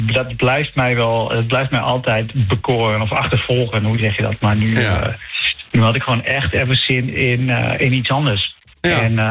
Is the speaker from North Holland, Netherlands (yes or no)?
no; Overijssel, Netherlands; nou kom ik uit Twente, dus zou best